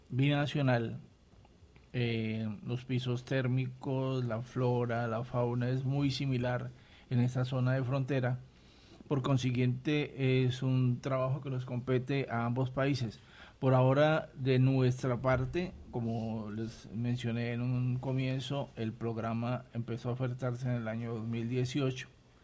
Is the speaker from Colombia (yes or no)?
yes; Norte de Santander, Colombia; yo vivía y pasé mi niñez en Ciudad Jardín y vivíamos ahí en Ciudad Jardín